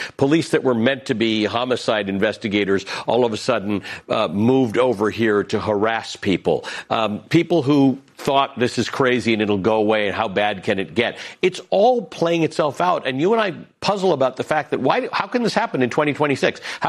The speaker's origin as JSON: {"language": "English", "town": "Toronto", "region": "Ontario", "country": "Canada", "tie": "born or raised there", "said": "the University of Toronto, a colleague of the aforementioned Professor Timothy Snyder, works out of my hometown, which I miss a lot."}